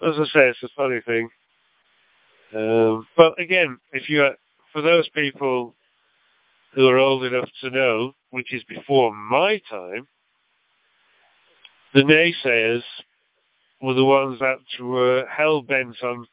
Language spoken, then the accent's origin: English; North West England, United Kingdom; accent: Lancashire; now in Australia; he could pick my Lancashire accent.